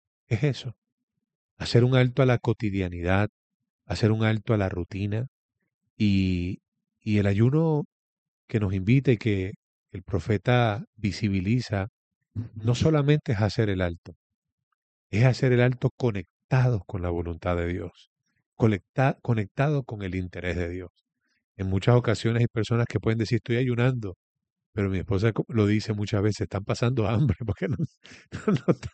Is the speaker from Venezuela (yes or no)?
yes; Puerto La Cruz, Anzoátegui, Venezuela; born there; así que nací biológicamente en Puerto La Cruz